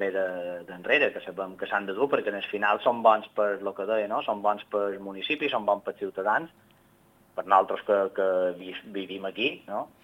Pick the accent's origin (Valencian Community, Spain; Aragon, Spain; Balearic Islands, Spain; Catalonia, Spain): Balearic Islands, Spain; Son Servera; com a ciutadans de Son Cervera, com a cerverins que estimam el nostre poble, el nostre municipi